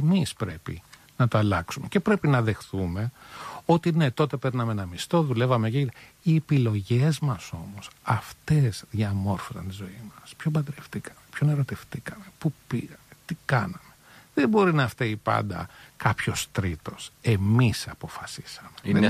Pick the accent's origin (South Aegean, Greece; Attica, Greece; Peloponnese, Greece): Peloponnese, Greece; Oitylo; Εγώ είμαι από τη μία πλευρά, από το Ήτειλο.